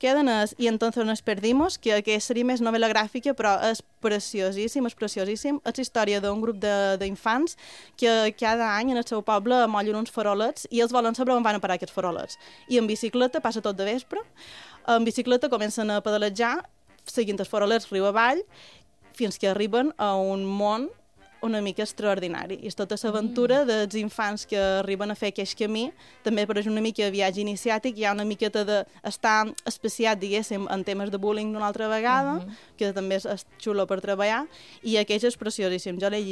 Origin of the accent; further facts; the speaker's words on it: Marratxí, Balearic Islands, Spain; jo sóc de Marratxista i enamorada